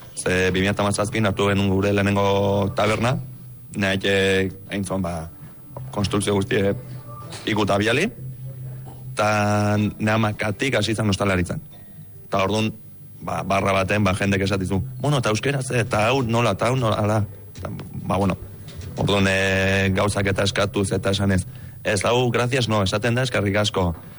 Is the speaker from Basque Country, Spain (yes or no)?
yes; Lazkao, Basque Country, Spain; also born or lived in Arad, Romania; Lazkao tarra esatea. Azkenako, hemen enaiz jaio, baina txiki-txikitatik hemen bizi izan naiz, hemen ditu launek, hemen dauket lana, hemen dauket dana.